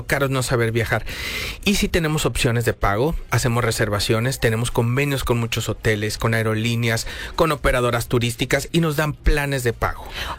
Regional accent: Mexico; nuestro pasaporte mexicano, como mexicanos tenemos el derecho a viajar sin necesidad de visa

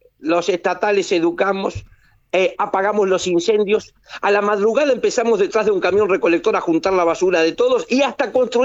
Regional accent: Argentina

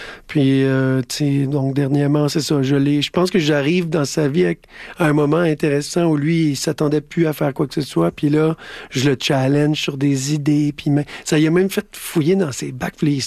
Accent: Quebec, Canada; born there; moved away; je suis né sur la Côte-Nord, à cette île, puis j'ai quitté mon patelin pour venir vivre ma vie de musicien.

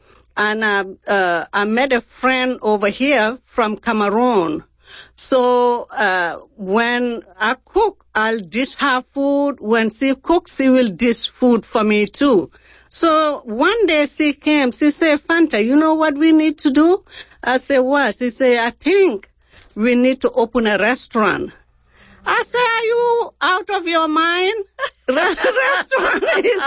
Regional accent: Gambia; I'm from Gambia, West Africa, of course, to Senegal. We share the border from Senegal.

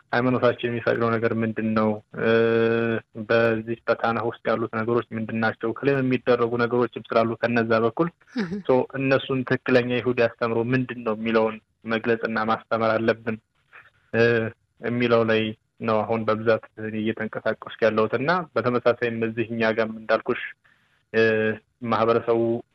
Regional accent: Shewa, Ethiopia; born there; now in Addis Ababa, Ethiopia

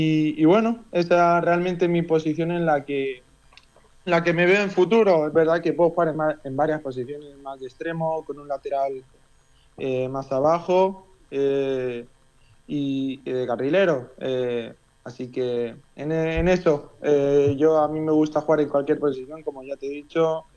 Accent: Torrevieja, Valencian Community, Spain; Y nada, y me crié acá en Torrevieja.

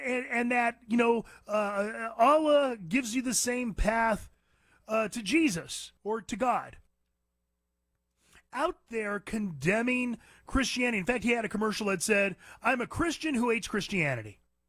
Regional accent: California, United States; I'm from California.

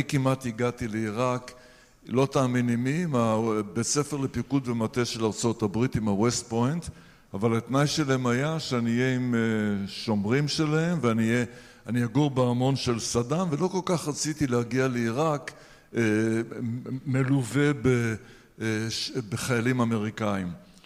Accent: Iraq; born or raised there

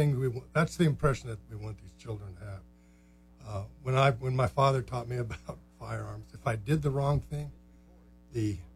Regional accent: Wisconsin, United States; born there; I was born in Wisconsin.

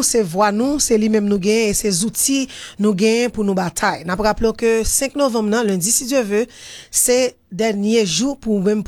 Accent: Haiti; c'est pour nous al mettre pour nous faire valeur nous en tant que peuple, en tant que haïtien

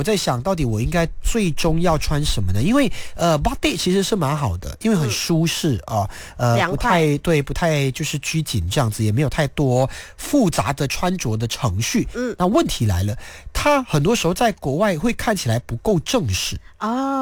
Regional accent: Malaysia; 我是马来西亚的华人

